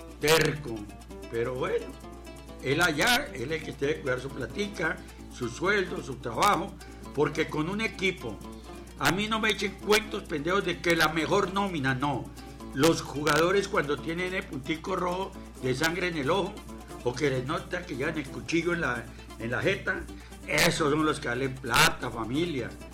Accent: Meta, Colombia; Llanero Fútbol Club Familia, que es lo que representa mi tierra

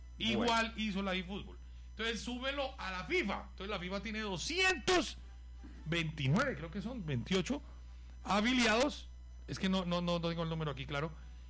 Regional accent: Argentina; ¿Yo por qué no puedo expresar en un estadio lo que yo siento como argentino?

